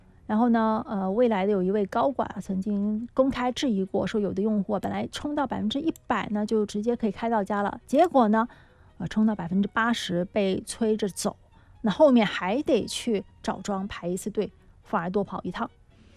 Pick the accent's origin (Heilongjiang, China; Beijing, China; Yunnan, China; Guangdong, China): Guangdong, China; 我们广东人